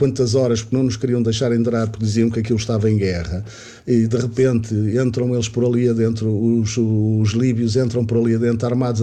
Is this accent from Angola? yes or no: yes; Angola; Eu, talvez, como africano, que eu nasci em Angola, e ao viver ainda muito tempo em Angola, acho que muda uma coisa.